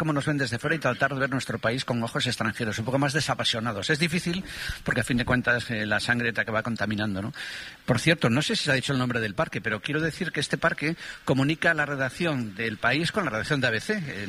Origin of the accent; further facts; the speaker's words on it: Galicia, Spain; Y bueno, yo soy gallego, pero siempre he dicho que me gustaría ser portugués, ¿no?